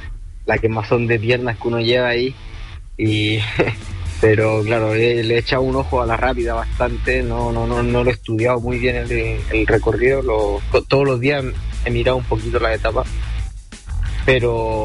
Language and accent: Spanish; Chile; también es una responsabilidad ya para mí como chileno.